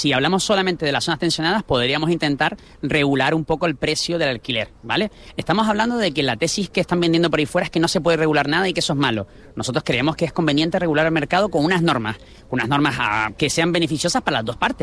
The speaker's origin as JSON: {"language": "Spanish", "town": "Las Palmas de Gran Canaria", "region": "Canary Islands", "country": "Spain", "said": "yo soy de La Isleta"}